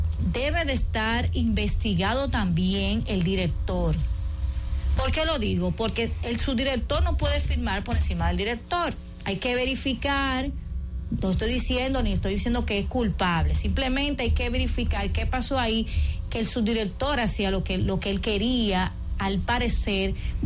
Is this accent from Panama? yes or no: no; Dominican Republic